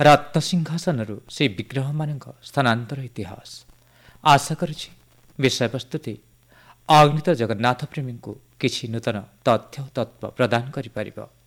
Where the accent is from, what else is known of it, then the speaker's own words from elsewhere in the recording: Odisha, India; ଆମେ ଓଡ଼ିଆ, ଆମ ପ୍ରାଣର ଠାକୁର ମହାପ୍ରଭୁ ଜଗନ୍ନାଥ